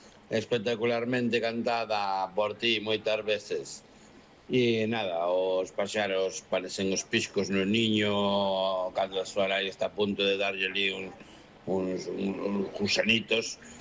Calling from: Arbo, Galicia, Spain

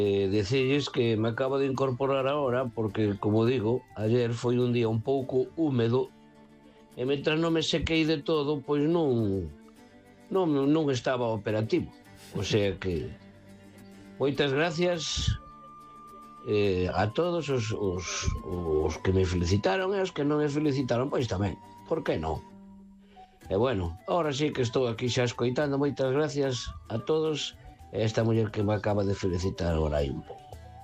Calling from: A Coruña, Galicia, Spain; Boa noite … de Coruña.

